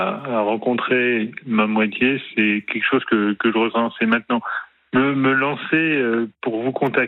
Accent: Hauts-de-France, France; now in Savoie, France; je ne suis pas savoyard d'origine. Je viens des rivages de la mer du Nord.

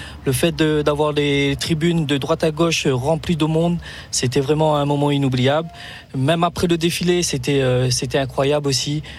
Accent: Réunion; moved away; Je suis originaire de La Réunion.

